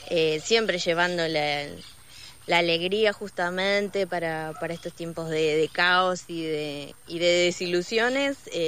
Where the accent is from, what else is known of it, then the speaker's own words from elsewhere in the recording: Olavarría, Buenos Aires Province, Argentina; moved away as an adult; now in Paravachasca Valley, Córdoba, Argentina; soy originaria de Olavarría, provincia de Buenos Aires. Hace 7-8 años ya que estoy acá en el Valle.